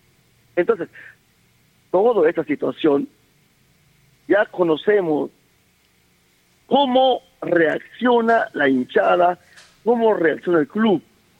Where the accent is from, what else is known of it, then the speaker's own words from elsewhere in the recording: Tabalosos, San Martín, Peru; tanto como mi pueblo de Tabalosos y tanto como mi pueblo de Lama.